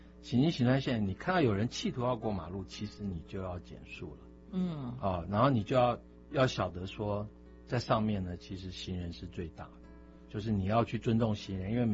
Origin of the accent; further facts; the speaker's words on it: Tainan, Taiwan; 就是说我们在乡下还会骑，像我那时候在台南长大，我就还会骑啊。